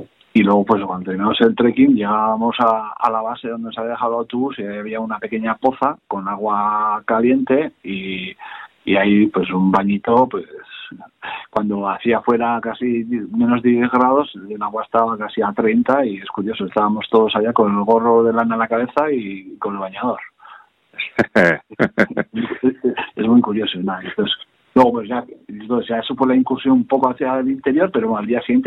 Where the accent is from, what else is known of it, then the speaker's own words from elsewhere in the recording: Basque Country, Spain; ya ahora puedo ir tranquilo y decir que soy vasco y no de Murcia, si no. Igual por el acento, igual no paso